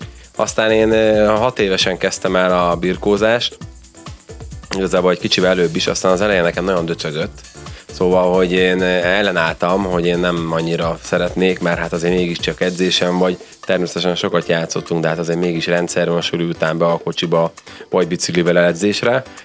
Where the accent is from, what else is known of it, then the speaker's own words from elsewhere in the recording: Ceglédbercel, Pest, Hungary; mi azért lokálpatrióták vagyunk, Cegléd, Cegléd Bercerről, származunk, és hát én láttam azt, hogy honnan, hová lehet eljutni, hogy egy vidéki srác is igenis fel tudja magát küzdeni Európa tetejére